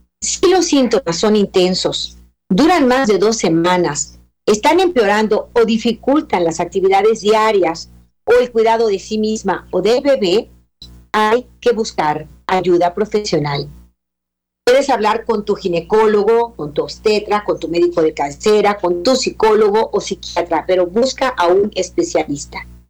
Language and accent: Spanish; Mexico; En una emergencia en México, hay que acudir a urgencias en mi país